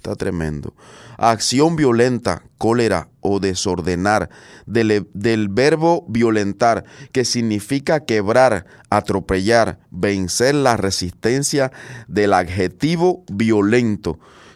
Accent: Cuba; moved away; en Cuba, de donde vengo

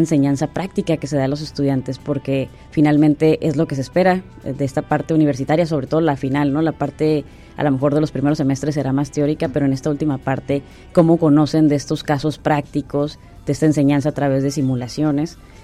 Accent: Tijuana, Baja California, Mexico; born there; en mi caso me tocó nacer ya en Tijuana, pero mis padres vienen de dos ciudades distintas de este país también

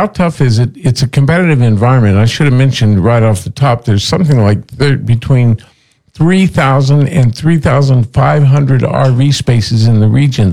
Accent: St. David, Arizona, United States; what it was like when I was growing up here

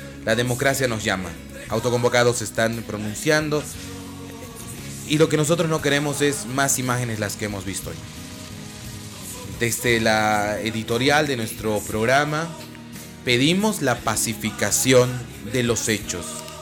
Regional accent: Bolivia; Somos bolivianos.

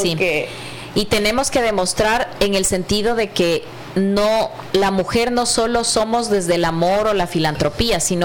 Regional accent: Ecuador; also born or lived in Spain; yo soy ecuatoriana y soy preparada.

